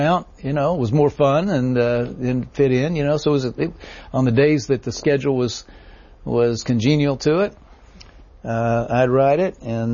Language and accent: English; Bristol, Tennessee, United States; You know, I'm a hick from Bristol, Tennessee.